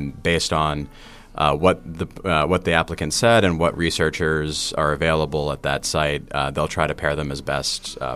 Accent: Philadelphia, Pennsylvania, United States; now in Pittsburgh, United States; Originally, I'm from Philadelphia, but I went to University of Pittsburgh and then moved back to the city and have been here ever since.

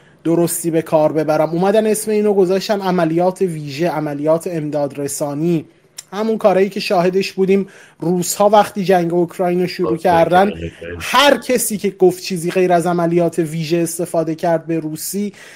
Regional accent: Iran; من به عنوان یه ایرانی

